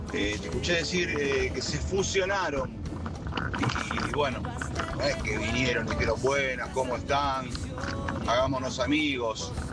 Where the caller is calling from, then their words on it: Canning, Buenos Aires Province, Argentina; Buen día, Silvina … de Canning.